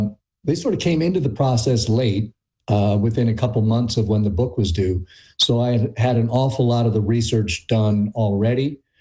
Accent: New York, United States; I was born and raised in New York. I was 7 years old when the Mets won the World Series in 1969.

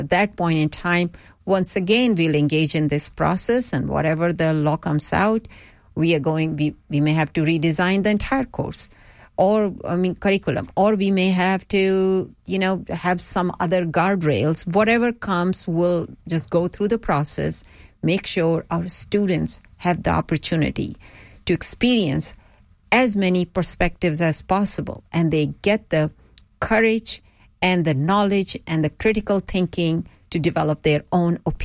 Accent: Texas, United States; As for me personally, I see myself as a Texan.

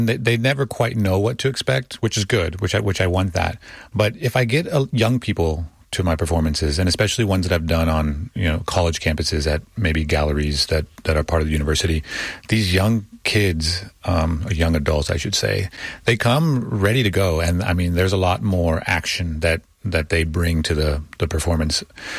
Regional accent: Austin, Texas, United States; also born or lived in Laredo; my grandmother came over from England. They settled. And so my mom was born there. I grew up in Austin, but I spent a lot of time in Laredo.

